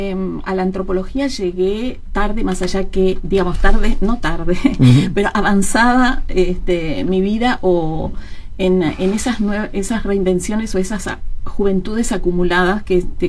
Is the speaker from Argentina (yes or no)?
no; Maldonado, Uruguay; born there; also born or lived in Piriápolis, Uruguay; Después mi familia se trasladó a Maldonado y fui a la escuela número 2 y luego hice secundaria en las Hermanas Capuchinas, el Liceo de las Hermanas Capuchinas.